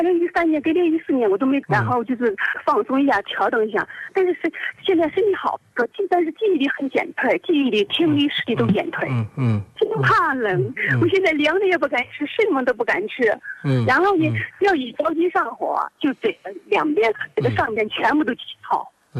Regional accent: Anhui, China; now in Hainan, China; 我老家是安徽的，我长期在海南住。

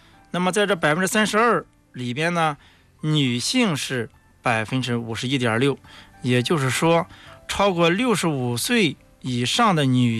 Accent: China; 对于我们中国人来讲

